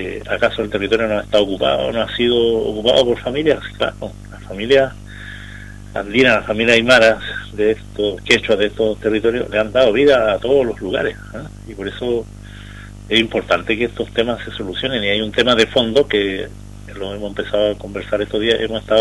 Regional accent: Arica y Parinacota, Chile

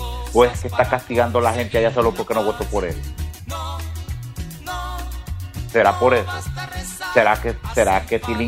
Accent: Honduras; todos somos hondureños

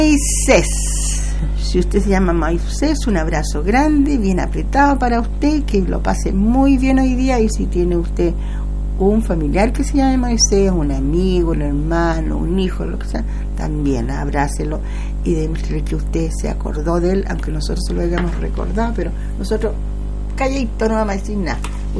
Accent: Chile; porque somos bien chilenos.

